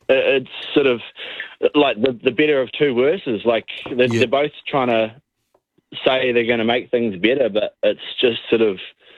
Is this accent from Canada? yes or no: no; New Zealand; As a New Zealander, you get put on a basically automatic visa that gives you the right to work and live here.